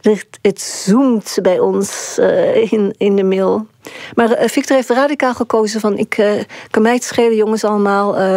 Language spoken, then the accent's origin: Dutch; Surabaya, East Java, Indonesia; moved away; waar we gewoond hebben, heeft ze gevonden in Surabaya. Het Chinese ziekenhuis waar ik ben geboren heeft ze gevonden.